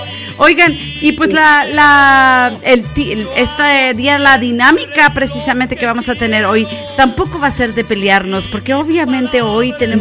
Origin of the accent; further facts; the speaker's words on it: Santiago, Santiago Metropolitan Region, Chile; ¿Cómo le va a mandar un vino mendocino si somos de Santiago de Chile?